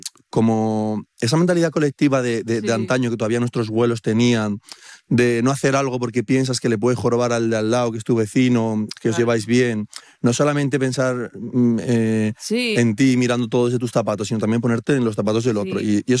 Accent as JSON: {"language": "Spanish", "town": "Madrid", "region": "Community of Madrid", "country": "Spain", "tie": "born or raised there", "moved": "as an adult", "said": "yo me crié en una ciudad, yo nací en Madrid. Pero sí que es verdad que vivir vivo en un pueblo..."}